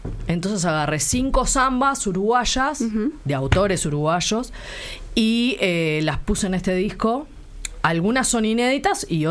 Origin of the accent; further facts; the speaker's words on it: Santiago del Estero, Argentina; Que la hicimos cuando vinimos de Santiago del Estero.